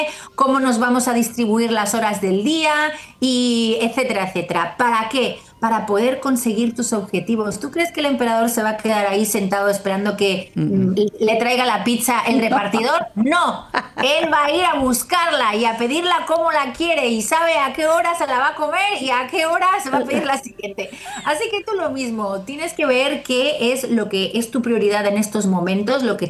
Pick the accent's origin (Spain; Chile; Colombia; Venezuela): Spain; en España decimos el que mucho abarca, poco aprieta